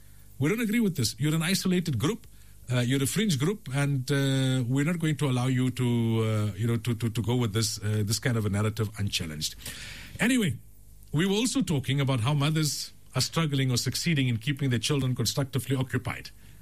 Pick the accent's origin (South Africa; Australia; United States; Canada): South Africa; I'm not a criminal, but I'm a South African.